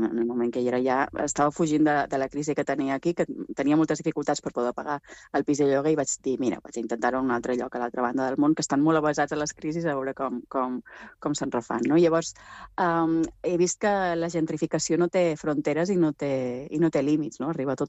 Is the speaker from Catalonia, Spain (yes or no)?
no; Balearic Islands, Spain; jo venc de Mallorca, tota la meva vida ens han dit que nosaltres vivim del turisme, que sense el turisme érem pobres